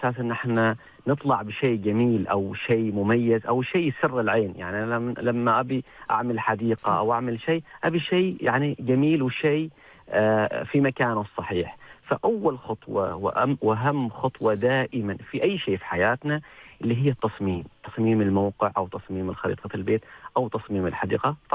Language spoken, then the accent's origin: Arabic; Oman; عندنا في سلطنة عمان